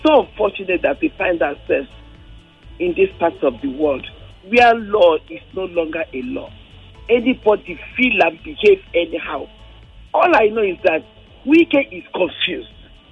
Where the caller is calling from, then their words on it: Lagos, Nigeria; I'm listening from Lagos.